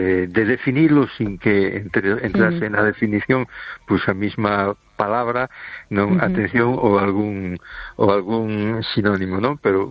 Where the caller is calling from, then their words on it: A Coruña, Galicia, Spain; de Coruña. ¿Qué tal estamos?